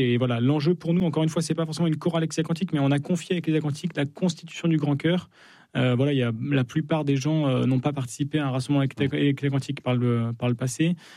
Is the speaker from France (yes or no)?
yes; Chambéry, Auvergne-Rhône-Alpes, France; Mais... Non, mais j'en suis, je viens de Chambéry.